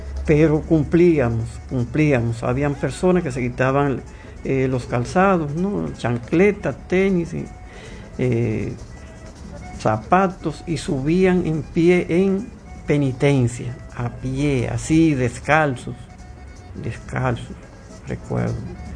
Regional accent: La Vega, Dominican Republic; nosotros somos veganos, somos de La Vega. Y nosotros vivimos desde pequeños lo que fue esa tradición de ir al Santo Cerro a escuchar la misa.

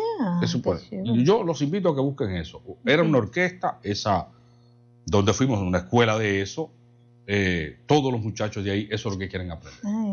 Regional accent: Baní, Peravia, Dominican Republic; En esa comisión estaba Yaritza de Baní, yo soy de Baní, que era de mi parroquia San Cristóbal

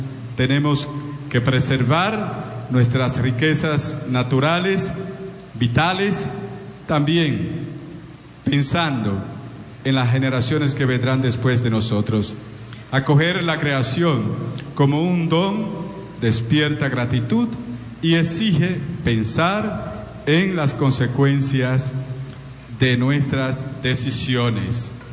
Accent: Dominican Republic; la gran familia de los dominicanos

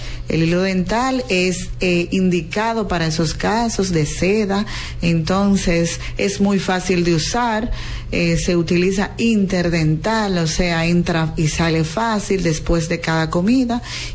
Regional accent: La Vega, Dominican Republic; ¿por qué si somos de La Vega, verdad, tener que trasladarnos a otro pueblo si la UCATESI te brinda la profesión que tú estás buscando?

